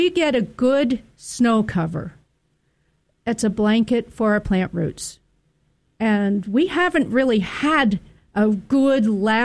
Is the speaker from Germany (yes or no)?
no; Baltimore, Maryland, United States; moved away; I grew up with on the East Coast in Baltimore